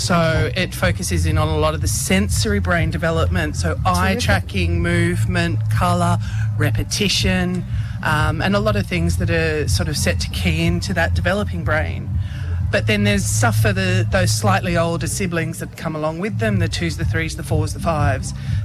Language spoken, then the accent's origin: English; Adelaide, South Australia, Australia; We're up here from Adelaide.